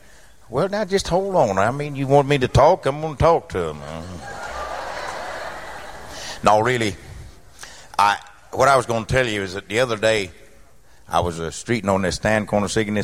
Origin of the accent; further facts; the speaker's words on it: Mississippi, United States; There's a little song here about a little state next to my home state of Mississippi in the bayou country of Louisiana.